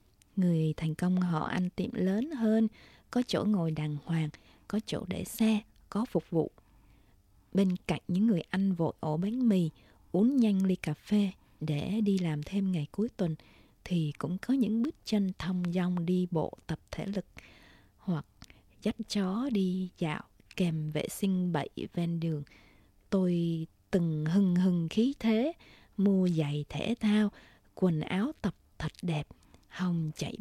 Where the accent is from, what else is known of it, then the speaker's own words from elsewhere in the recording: Saigon, Ho Chi Minh City, Vietnam; Sài Gòn là quê tôi, đôi khi tôi nghĩ mình thân thuộc với thành phố này tới mức nhắm mắt đi cũng tới chỗ mình muốn